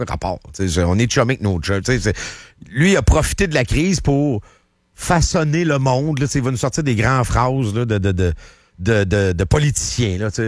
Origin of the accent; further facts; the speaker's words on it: Canada; en tant que Canadien